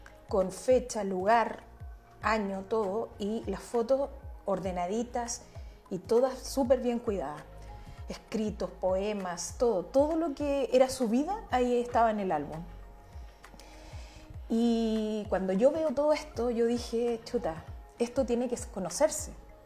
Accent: Chile; todo lo que tiene que ver con nuestra idiosincrasia como país, como chilenos.

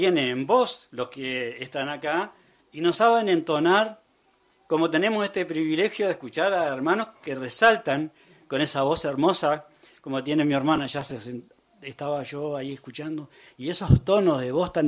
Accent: Uruguay; Bueno, somos hermanos de Uruguay, como lo decían.

